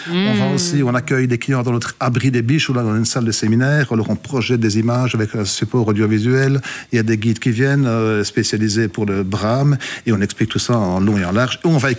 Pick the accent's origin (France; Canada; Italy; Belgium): Belgium; Rochehaut, Wallonia; Chez nous, à Rochehaut